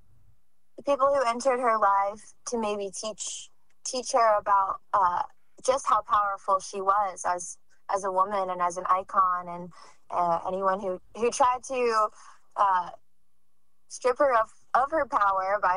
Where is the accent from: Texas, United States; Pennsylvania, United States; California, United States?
Pennsylvania, United States; Pittsburgh; I used to perform more bluegrass in my hometown up in Pittsburgh